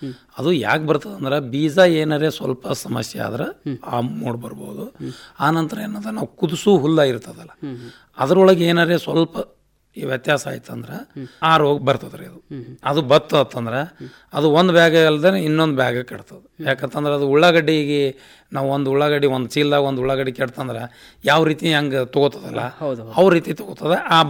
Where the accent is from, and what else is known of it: Vijayapura, Karnataka, India